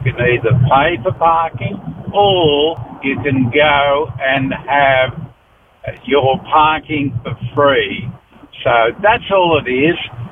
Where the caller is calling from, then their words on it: Manila, New South Wales, Australia; I'm driving along from Manila into town, listening to the comments about parking in our wonderful city called Tamworth.